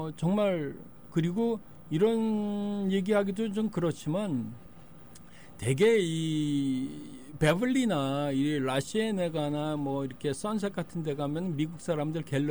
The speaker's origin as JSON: {"language": "Korean", "country": "South Korea", "moved": "yes", "lives_now": "United States", "said": "저는 동양인이 한국 사람이고"}